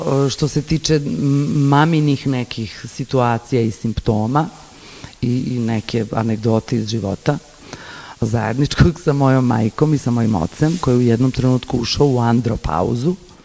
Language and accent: Serbian; Strumica, Southeastern, North Macedonia; accent: Strumica dialect; first language mk; Serbian is a second language; I onda sam prešla na, Bogu hvala, pa znam, to je moj maternji jezik. I onda sam krenula, znači, to je, ljudi su vrištali od smeha. Jer smo se prebacili skroz, ne na makedonski, nego na strumički dijalekt.